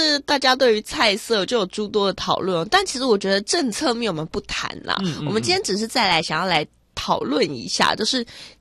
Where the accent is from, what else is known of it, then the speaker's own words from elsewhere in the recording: Taichung, Taiwan; 就是台中，因为我在台中长大嘛，